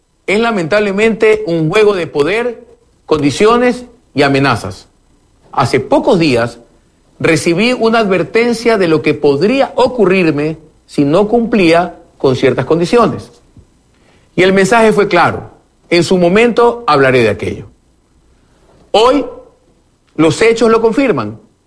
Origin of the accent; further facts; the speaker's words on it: Guayaquil, Guayas, Ecuador; Como firme, libres y sin miedo, somos los guayaquileños.